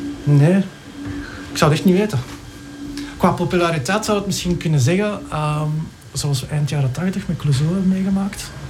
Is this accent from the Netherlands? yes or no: no; Belgium; Ik ben Belg, ja.